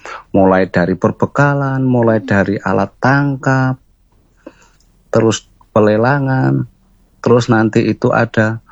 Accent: Central Java, Indonesia

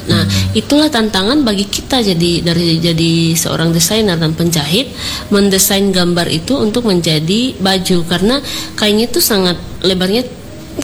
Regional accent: Toraja, South Sulawesi, Indonesia; now in Makassar, Indonesia; Saya anak Toraja, tapi nggak tinggal di Toraja. Pengen juga membuat sesuatu yang bermanfaat bagi daerah kampung saya. Tapi kebetulan kita di Makassar

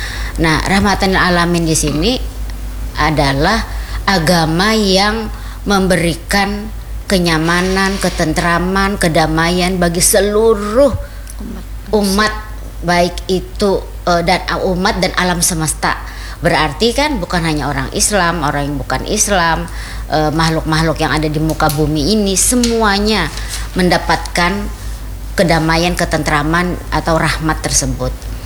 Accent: South Kalimantan, Indonesia; memang kultur kita orang Banjar ini cenderung ya jerpian tadi istilahnya alergi lah

